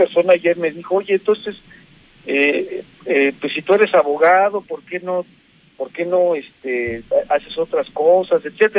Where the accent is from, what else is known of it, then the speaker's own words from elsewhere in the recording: Mexico; lo que más debemos de hacer nosotros como mexicanos, ya no hablo como gobernados, yo creo que hablo ya como mexicanos